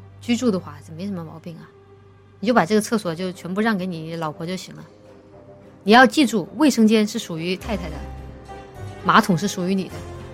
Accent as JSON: {"language": "Chinese", "country": "China", "said": "而我们中国人里面长得比较科技的，我说一个关键词，高领毛衣，一看就是科技人，科技界人士。"}